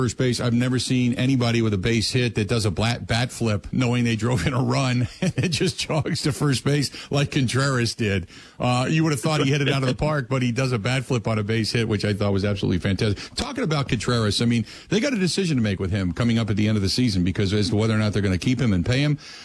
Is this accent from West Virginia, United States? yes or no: no; Cincinnati, Ohio, United States; I grew up in Cincinnati